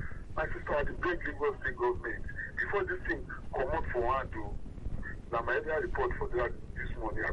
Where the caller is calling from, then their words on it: Lagos, Nigeria; I'm calling from Lagos.